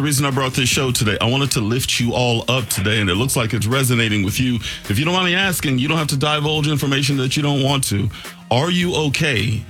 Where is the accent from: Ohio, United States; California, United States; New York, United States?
California, United States; Bakersfield; moved away; back in my hometown of Bakersfield